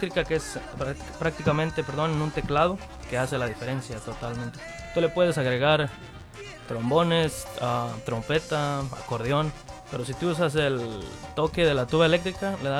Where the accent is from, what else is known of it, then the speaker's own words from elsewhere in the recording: State of Mexico, Mexico; Nosotros somos originarios del Estado de México